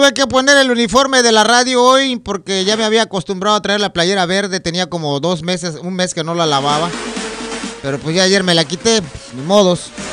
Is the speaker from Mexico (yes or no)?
yes; Mexico; Pero pues, soy mexicano. Y hasta el nopal en la frente.